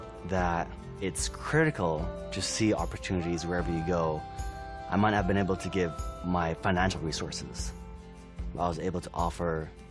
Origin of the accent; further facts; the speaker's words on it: India; moved away as an adult; now in United States; My parents are missionaries. I grew up in India. Every 4 years, we'd come back to the States for a one-year furlough, but majority of my life was in India.